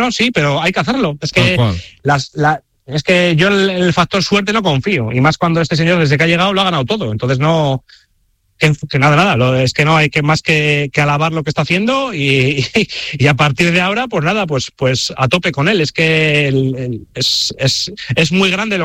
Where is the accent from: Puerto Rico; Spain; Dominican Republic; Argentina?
Spain; aprovechando que estamos en la final, que somos españoles